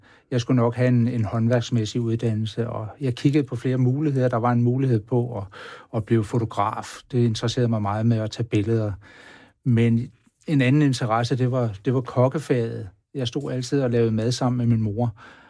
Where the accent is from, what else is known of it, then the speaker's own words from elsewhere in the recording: Ry, Central Denmark Region, Denmark; min skolegang i Midtjylland Ry, hvor jeg voksede op.